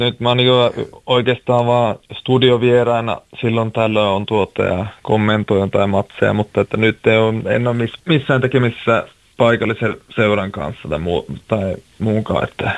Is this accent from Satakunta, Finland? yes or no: no; Kokkola, Central Ostrobothnia, Finland; born or raised there; now in Norway